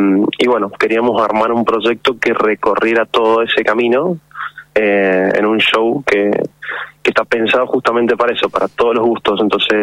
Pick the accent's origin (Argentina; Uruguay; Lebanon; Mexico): Argentina; Mendoza; La banda somos todos de Mendoza.